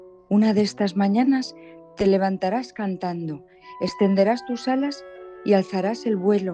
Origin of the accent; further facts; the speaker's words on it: Madrid, Community of Madrid, Spain; Un abrazo … de Madrid